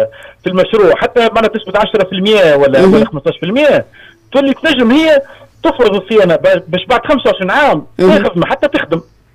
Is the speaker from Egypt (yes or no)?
no; Tunisia; احنا في تونس